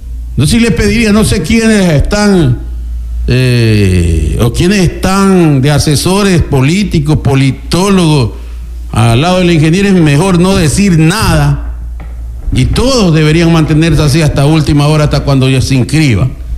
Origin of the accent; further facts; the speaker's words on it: Santa Elena, Ecuador; yo vine recorriendo de la provincia de Los Ríos hasta venir aquí a mi tierra linda y hermosa